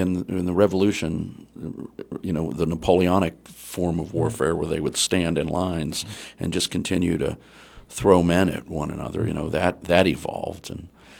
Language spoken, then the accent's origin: English; Pennsylvania, United States; And you know, I'm from Pennsylvania.